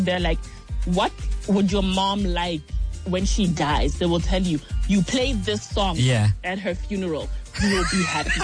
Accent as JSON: {"language": "English", "country": "Lesotho", "tie": "born or raised there", "said": "Yes. So I was born and raised in Lesotho."}